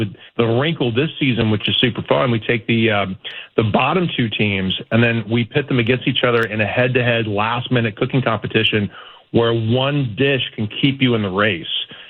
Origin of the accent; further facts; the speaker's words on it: the South, United States; because I grew up in the South.